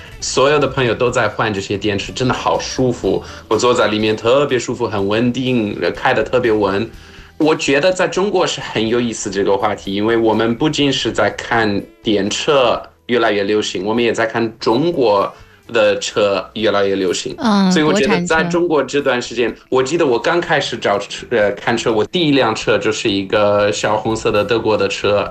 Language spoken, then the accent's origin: Chinese; South Africa; 。 Hey guys … from South Africa.